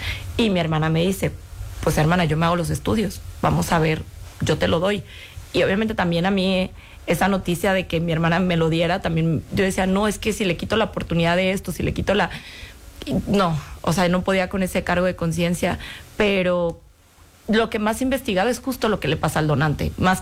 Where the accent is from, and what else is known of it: Guadalajara, Jalisco, Mexico; now in Mexico City, Mexico